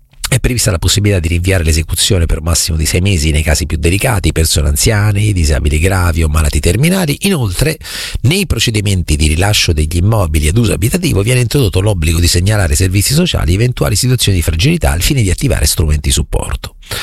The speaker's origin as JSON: {"language": "Italian", "region": "Marche", "country": "Italy", "said": "Dalle mie parti si dice: se vuoi ladri vai a Loreto, se vuoi malfidati vai a Recanati."}